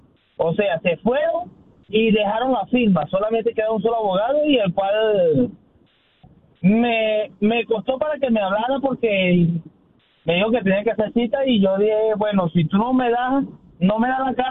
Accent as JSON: {"language": "Spanish", "country": "Venezuela", "said": "Yo me casé con una ciudadana, soy venezolano."}